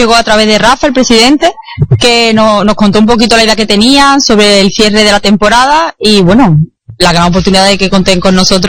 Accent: Seville, Andalusia, Spain; moved away as an adult; now in Lanzarote, Spain; nosotros actualmente residimos en Lanzarote, aunque las dos somos de Sevilla.

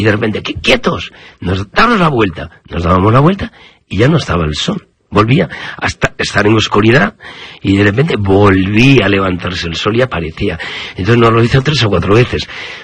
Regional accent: Ourense, Galicia, Spain; Yo soy niño de aldea, tengo la suerte de... Soy de Urense capital, pero soy niño de aldea.

